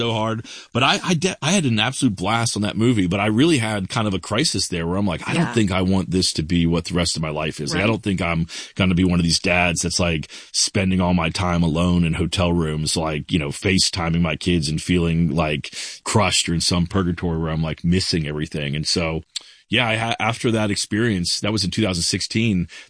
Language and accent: English; the South, United States; And I started romanticizing the South then because I think I, you know, growing up in the South, there was a part of me that was always like ready to get out of there.